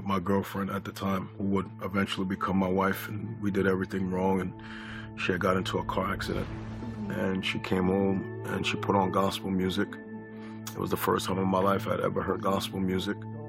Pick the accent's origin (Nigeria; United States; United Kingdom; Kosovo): United States; New York City, New York; Born and raised in Queens, New York. Parents from Trinidad. I was the first person in my family born in the U.S.